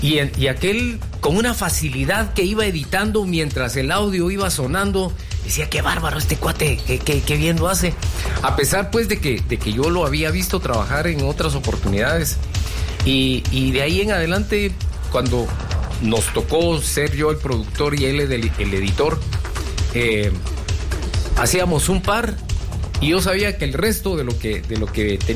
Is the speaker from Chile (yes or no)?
no; Quetzaltenango, Guatemala